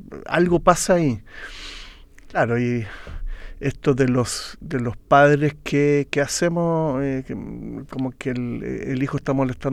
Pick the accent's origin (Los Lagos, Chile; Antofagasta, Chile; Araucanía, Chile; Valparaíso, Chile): Valparaíso, Chile; Viña del Mar; yo vivía de chico, vivíamos en Viña y teníamos un terreno grande, bien central, y mis padres, los dos en realidad podría ser que eran alemanes, digamos, el viejo venía y mi mamá era nacida en Valparaíso, pero de padres alemanes